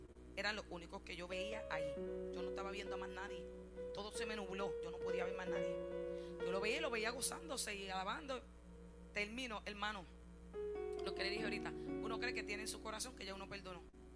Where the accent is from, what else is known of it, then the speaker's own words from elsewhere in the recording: Cataño, Puerto Rico; moved away; Fuimos el primer día a Juana Mato, en Cataño, de donde somos. Jessica es de Juana Mato, yo soy de Cataño, pero somos de Juana Mato, ella es de Juana Mato.